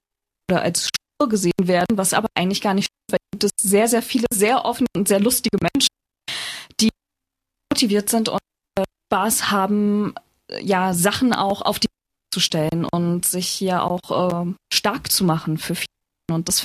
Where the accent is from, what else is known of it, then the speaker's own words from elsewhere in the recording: Mecklenburg-Vorpommern, Germany; Ja, bei mir ist es halt auch so, ich komme aus Vorpommern.